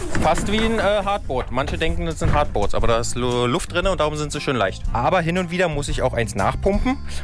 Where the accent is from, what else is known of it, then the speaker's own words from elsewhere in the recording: Brandenburg an der Havel, Brandenburg, Germany; ich bin ja in Brandenburg an der Havel geboren und ich war hier schon als kleines Kind.